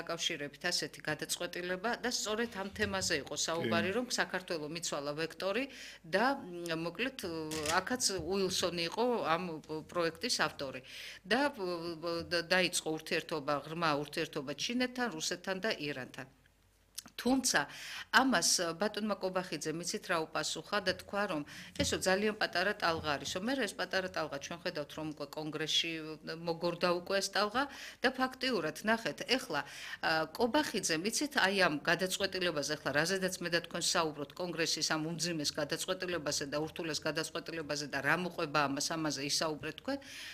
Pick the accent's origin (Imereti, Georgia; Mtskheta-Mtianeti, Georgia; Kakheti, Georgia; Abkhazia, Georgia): Abkhazia, Georgia; აფხაზეთიდან ვარ არც ახლი არც კარიო და სამწუხაროა